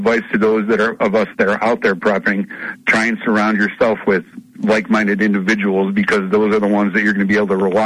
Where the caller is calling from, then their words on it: New York, United States; in New York